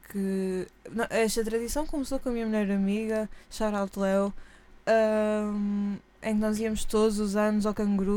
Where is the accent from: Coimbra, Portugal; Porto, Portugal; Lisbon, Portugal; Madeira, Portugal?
Madeira, Portugal; born there; moved away